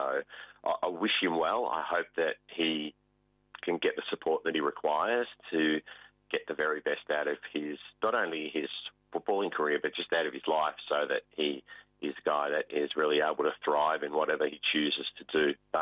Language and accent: English; Geelong, Victoria, Australia; now in Sydney, Australia; I've had the conversation with people up here in Sydney when they find out I'm from Geelong